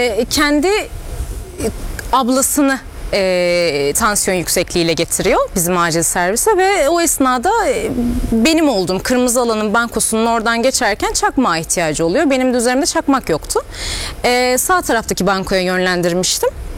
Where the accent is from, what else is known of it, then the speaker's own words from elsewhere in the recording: Çan, Çanakkale, Turkey; moved away as an adult; now in Istanbul, Turkey; Çan ilçesinde büyüdüm.